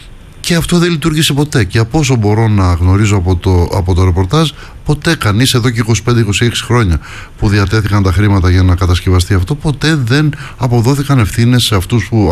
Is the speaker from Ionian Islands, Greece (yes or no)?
yes; Ionian Islands, Greece; Το λένε μετά γουρνόλαγο, όπως το λέμε στην πατρίδα μου, την Κεφαλονιά.